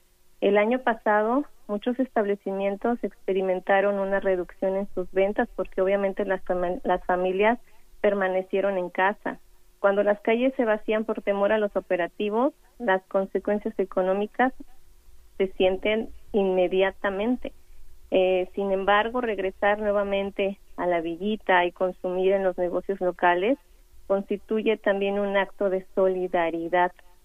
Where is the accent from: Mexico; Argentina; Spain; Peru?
Mexico; now in Chicago, United States; nosotros como mexicanos tenemos algo que nos caracteriza, que es la unidad.